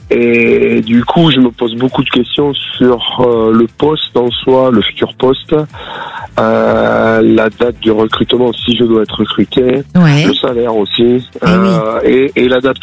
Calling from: Nouvelle-Aquitaine, France; J'appelle de près de Bordeaux, pas très loin de Bordeaux, à 50 km environ.

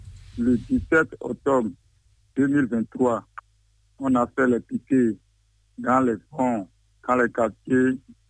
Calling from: Adjarra, Ouémé, Benin; J'appelle de Port-Novo, commune d'Adjara, arrondissement Marie, quartier Yazi.

